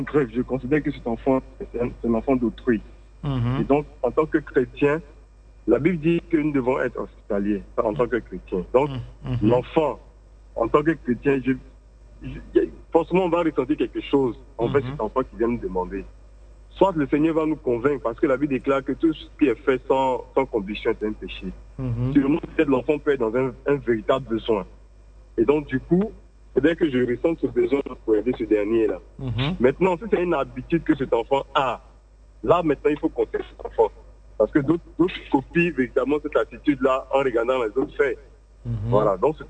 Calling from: Abidjan, Côte d’Ivoire; Actuellement, je suis à la Riviera 3.

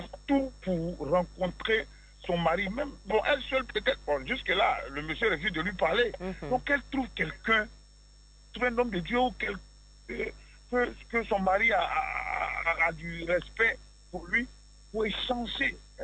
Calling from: Abidjan, Côte d’Ivoire; Oui, j'appelle d'Abidjan.

